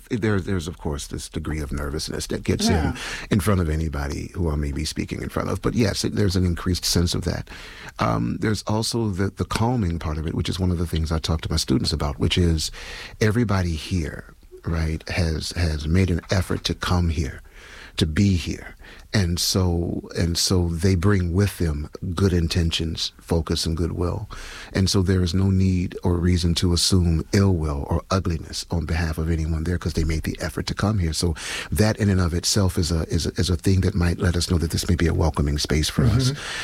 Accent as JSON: {"language": "English", "town": "Chicago", "region": "Illinois", "country": "United States", "tie": "born there", "also_born_or_lived": "Mississippi", "said": "I was born in the 60s, grew up in the 70s and 80s, right? So where I come from, I was born in Mississippi, so blues was ubiquitous. It was always there. When moving to Chicago, both blues and jazz was ubiquitous."}